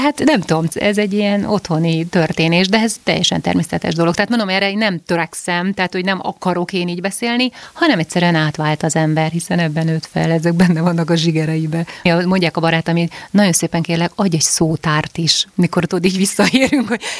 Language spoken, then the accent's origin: Hungarian; Székely Land, Romania; now in Budapest, Hungary; én mesélek ugye az otthonomról, Székelyföldről